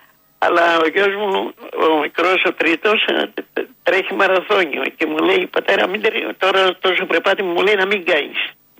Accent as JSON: {"language": "Greek", "region": "East Macedonia and Thrace", "country": "Greece", "tie": "born or raised there", "moved": "yes", "lives_now": "Dafni, Athens, Greece", "said": "εγώ είμαι από Καβάλα, από χωριό της Καβάλας."}